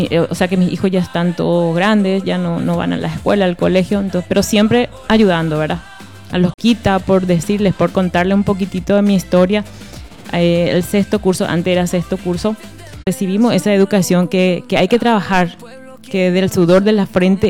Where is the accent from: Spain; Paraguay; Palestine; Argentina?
Paraguay; Nueva Alborada, Itapúa; Siempre somos, o sea que Alborada se caracteriza luego por ser gente guapa